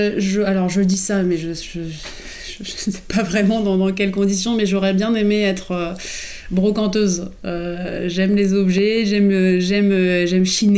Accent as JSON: {"language": "French", "town": "Montrouge", "region": "Île-de-France", "country": "France", "tie": "born or raised there", "said": "Moi, j'ai grandi à Montrouge. En banlieue parisienne."}